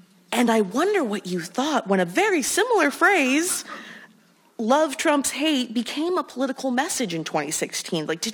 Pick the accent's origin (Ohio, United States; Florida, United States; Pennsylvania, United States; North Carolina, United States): Florida, United States; I'm from Florida.